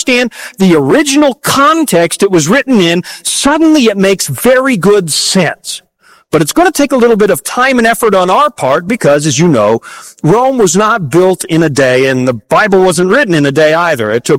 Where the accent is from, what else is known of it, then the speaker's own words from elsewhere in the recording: Canada; now in Minneapolis, United States; Now, I was I was born in Canada, born and raised up near the Yukon border